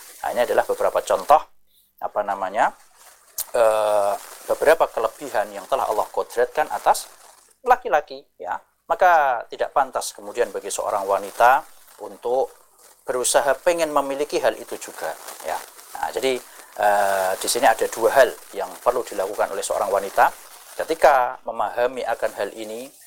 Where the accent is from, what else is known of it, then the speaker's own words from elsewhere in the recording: Indonesia; kenapa kok kita dilahirkan jadi orang Indonesia?